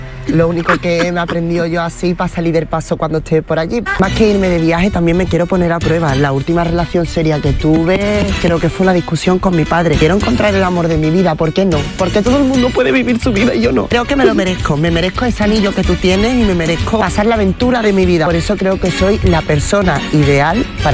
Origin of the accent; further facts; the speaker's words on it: Rota, Andalusia, Spain; born there; yo podría haber nacido perfectamente de un huevo de pato del Guadalquivir, pero no, nací en Rota, Cádiz.